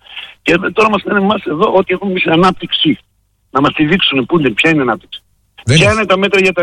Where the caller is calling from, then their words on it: Vergina, Central Macedonia, Greece; εγώ είμαι από τη Βεργίνα.